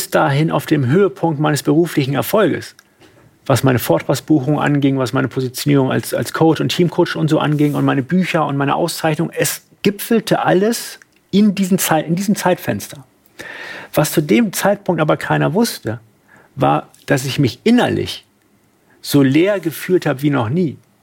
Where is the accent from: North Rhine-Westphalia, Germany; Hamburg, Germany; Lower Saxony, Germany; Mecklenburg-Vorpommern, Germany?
Hamburg, Germany; ich dann erstmal nach dem Everest nach Hamburg zurück bin, wo ich herkomme.